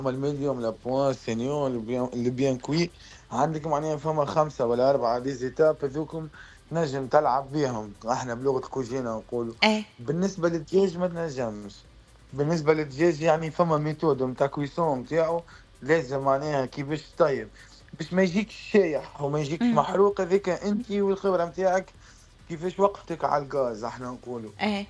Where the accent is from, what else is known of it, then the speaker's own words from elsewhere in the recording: Tunisia; now in Guangzhou, China; احنا تونسي